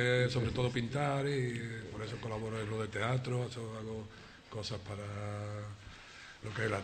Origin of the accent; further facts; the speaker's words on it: Villamartín, Andalusia, Spain; also born or lived in Málaga; now in Sanlúcar de Barrameda, Spain; soy de Villamartín, que está aquí al ladito, he vuelto a mi tierra